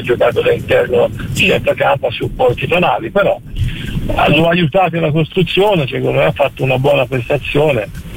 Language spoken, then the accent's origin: Italian; Emilia-Romagna, Italy; Che io sono emiliano e il mio papà era l'unico tifoso viola ai suoi tempi